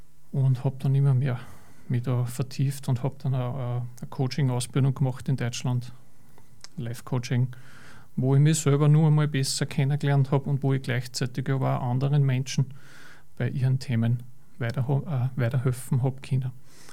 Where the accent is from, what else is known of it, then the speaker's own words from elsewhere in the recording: Stadl-Paura, Upper Austria, Austria; ich komme aus Stadlbaura und habe die Evelyn letztes Jahr kennengelernt.